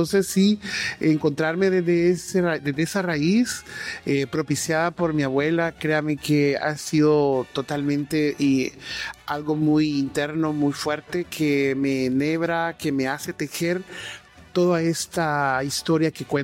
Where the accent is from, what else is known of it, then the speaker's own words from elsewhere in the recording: Santa Ana, El Salvador; en mi caso, desde mi niñez en Santa Ana